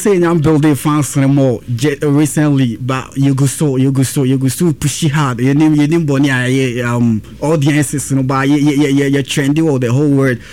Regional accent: Kumasi, Ashanti, Ghana; Yeah, I come from Ghana, Kumasi, Ashanti, okay.

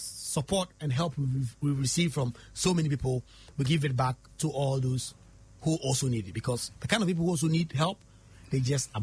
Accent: Nangese, Eastern Region, Ghana; I grew up in Nangese. It's a community around Suhum and Koforidua. In fact, it's in the middle of Suhum and Koforidua. The regional capital is Koforidua, Eastern Regional Capital, Koforidua.

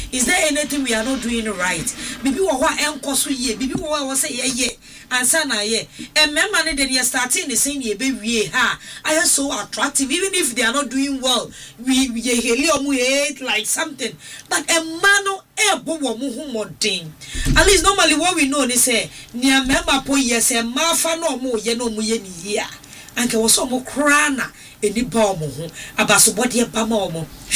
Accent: Ghana; What is happening to Jane Yehano as a Ghanaian, as Ghanaians as we are, no, we don't support our own.

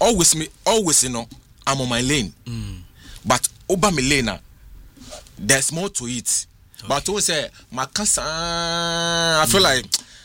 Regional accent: Ghana; me say yes, I'm a Ghanaian, proudly one.

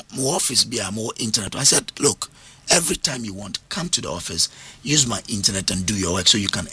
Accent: Western Region, Ghana; born there; I was born in Jomoro.

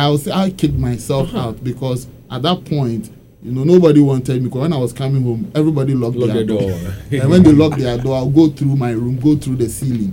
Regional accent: Tema, Greater Accra, Ghana; I grew up in Tema. Come to one side, 21 to be specific.

